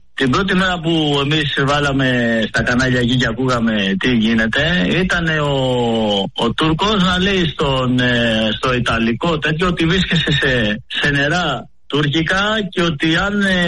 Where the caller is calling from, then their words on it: Karpathos, South Aegean, Greece; είμαι από την Κάρπαθο.